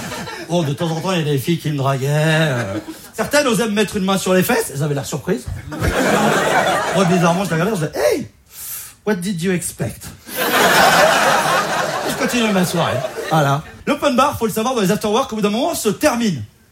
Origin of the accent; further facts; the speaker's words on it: Auvergne-Rhône-Alpes, France; now in Paris, France; je viens de Savoie, d'un petit village de montagne. Alors, j'ai envie de vous dire, petit village classique. Tout le monde connaît tout le monde